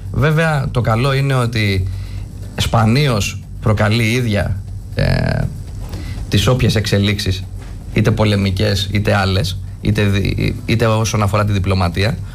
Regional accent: Greece; Το θέμα είναι εμείς ως Έλληνες τι κάνουμε

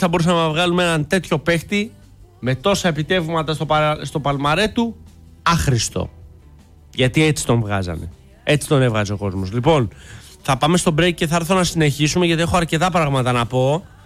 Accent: Greece; Εμείς είμαστε πρωταθλητές σε αυτό ως Έλληνες

